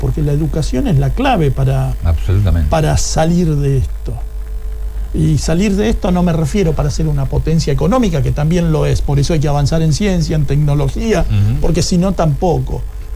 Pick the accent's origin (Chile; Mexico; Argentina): Argentina